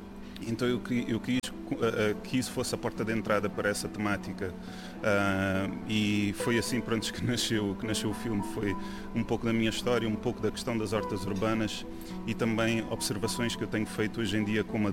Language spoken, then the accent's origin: Portuguese; Cape Verde; now in Lisbon, Portugal; como cabo-verdianos residentes em Lisboa, de reivindicar o nosso espaço